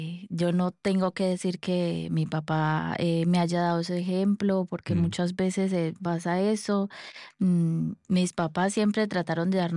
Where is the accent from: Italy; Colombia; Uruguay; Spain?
Colombia; Soy de Colombia.